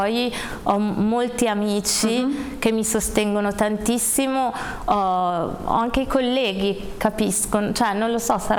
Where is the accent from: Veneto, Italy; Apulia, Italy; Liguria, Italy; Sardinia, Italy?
Liguria, Italy; Genoa; E quindi infatti io sono di Genova, quindi ho la fortuna di avere il Gaslini a due passi